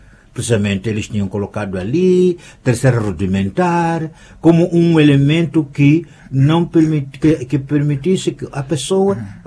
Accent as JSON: {"language": "Portuguese", "town": "Cambine", "region": "Inhambane", "country": "Mozambique", "tie": "born there", "said": "Eu sou de Cambina, né? Não faço propaganda sempre do local onde eu nasci, né? Eu sou de Cambina."}